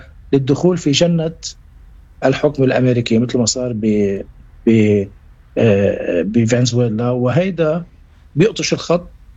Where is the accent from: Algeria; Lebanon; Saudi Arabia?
Lebanon; ونحن كمان كلبنانيين